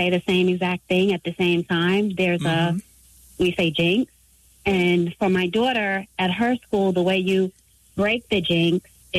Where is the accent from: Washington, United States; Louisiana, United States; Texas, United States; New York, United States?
New York, United States; Long Island; And I grew up in Long Island, so.